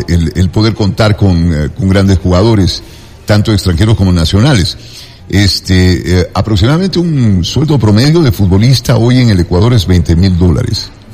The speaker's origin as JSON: {"language": "Spanish", "country": "Spain", "said": "Pero ahora, también hay que entender, nosotros somos españoles."}